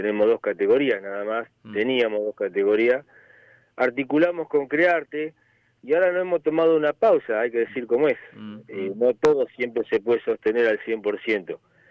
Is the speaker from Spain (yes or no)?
no; Argentina; born there; moved away; yo también nací en el barrio Roca, yo nací donde hoy es Vía Pasa el Chivo